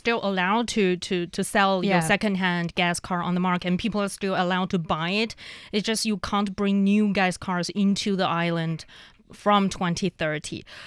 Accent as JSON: {"language": "English", "town": "Chifeng", "region": "Inner Mongolia", "country": "China", "tie": "born or raised there", "said": "Yeah, from my hometown, my home city, Chifeng, in the eastern side of Inner Mongolia, to say the capital city of the region, which is sort of in the middle of Inner Mongolia, we have to go make a transit in Beijing."}